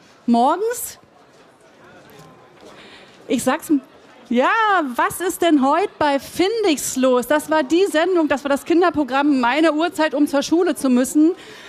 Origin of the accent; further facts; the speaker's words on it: East Germany, Germany; Ralf ist ein Kind gewesen der Bundesrepublik Deutschland. Ich bin ein Kind der DDR gewesen.